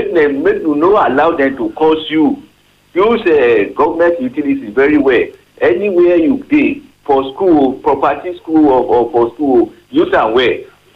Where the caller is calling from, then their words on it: Nigeria; I'm calling from Waroka.